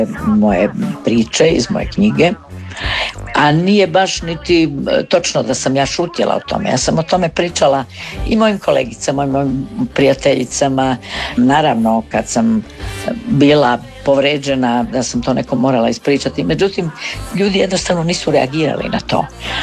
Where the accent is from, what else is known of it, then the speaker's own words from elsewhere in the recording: Zagreb, City of Zagreb, Croatia; jer ja sam rođena u Zagrebu, ja sam rođena na periferiji Zagreba, ja sam Zagreb proživjela na periferiji, jedno od najljepših djetinjstva što možete zamisliti.